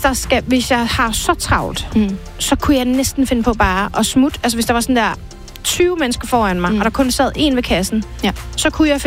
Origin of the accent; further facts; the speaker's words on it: Svendborg, Region of Southern Denmark, Denmark; moved away; når jeg er hjemme og handle i Svendborg, hvor jeg kommer fra, ude i en lille flække, der hedder Tved